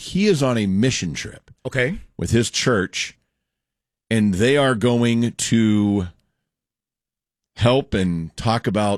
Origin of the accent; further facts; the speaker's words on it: Rockwall, Texas, United States; I grew up, as everybody knows, I grew up in Rockwall.